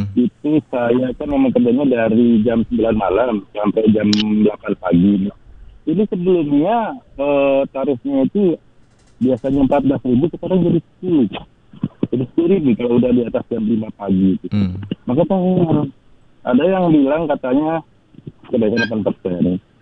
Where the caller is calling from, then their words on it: Bali, Indonesia; Selamat malam Pak narasumber, ini saya dari Bali, saya juga ojol, depannya saya Gojek.